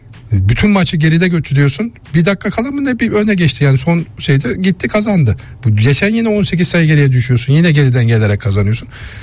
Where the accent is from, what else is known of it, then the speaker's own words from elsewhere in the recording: Giresun, Turkey; moved away; Biz Giresunlular olarak